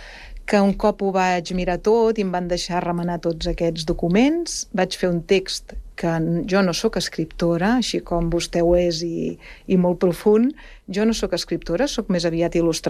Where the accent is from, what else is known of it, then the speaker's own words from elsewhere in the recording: Barcelona, Catalonia, Spain; jo no sóc ben bé de Sant Cugat, sóc de Sants, de Barcelona, però treballo aquí a l'Escola d'Art des de fa gairebé 30 anys